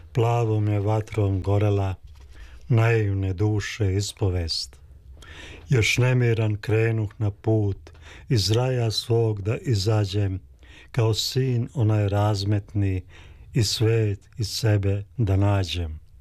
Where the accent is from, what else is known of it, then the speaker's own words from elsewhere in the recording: Prijedor, Republika Srpska, Bosnia & Herzegovina; u ambijentu u kojem sam ja odrastao. Ja sam iz Prijedora, imaju dve reke